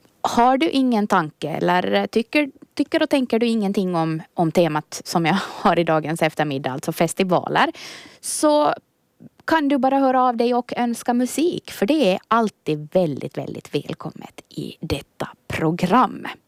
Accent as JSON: {"language": "Swedish", "town": "Karis", "region": "Uusimaa", "country": "Finland", "tie": "born or raised there", "lives_now": "Ytterby, Finland", "said": "Det är Ytterby som är min hemort idag. Men jag är ju faktiskt född och uppvuxen i Karis."}